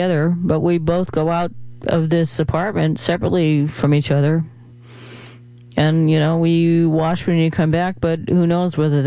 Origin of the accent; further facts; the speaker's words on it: New York, United States; as a New Yorker